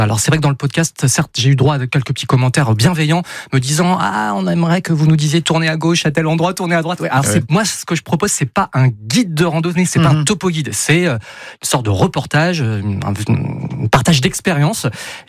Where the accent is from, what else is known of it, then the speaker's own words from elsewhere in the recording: Hauts-de-France, France; moved away as an adult; also born or lived in Paris; now in Aix-en-Provence, France; les auditeurs les plus fidèles savent que j'ai grandi en Picardie, dans l'Oise. Alors dans l'Oise, il y a des forêts et des champs de betteraves, donc c'est pas un coin à randonner.